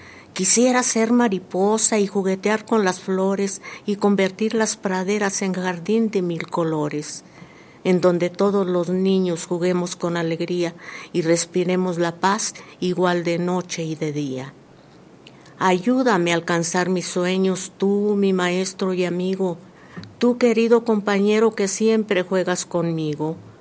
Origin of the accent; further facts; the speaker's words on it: Sombrerete, Zacatecas, Mexico; De Sombrerete, del municipio de mi querido allí. Sombrerete.